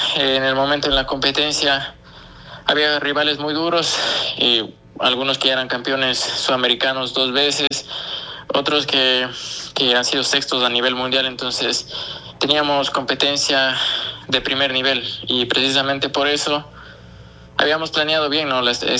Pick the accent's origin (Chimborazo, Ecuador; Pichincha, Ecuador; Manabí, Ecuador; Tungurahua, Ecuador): Tungurahua, Ecuador; Ambato; Bueno, yo soy de la ciudad de Ambato